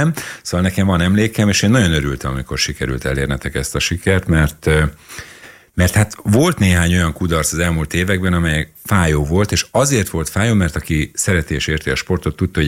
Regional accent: Budapest, Hungary; Budán nőttem föl

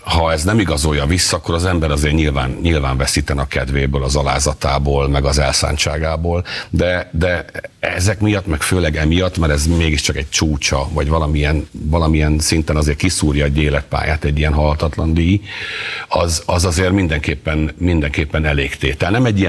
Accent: Debrecen, Hajdú-Bihar, Hungary; én debreceni vagyok

